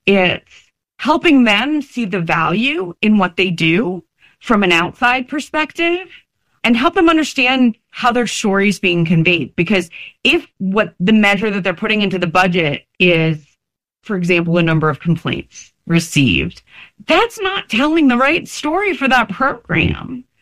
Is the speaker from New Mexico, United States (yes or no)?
no; New Jersey, United States; And as they used to say, where I grew up in New Jersey, we know where the bodies are buried.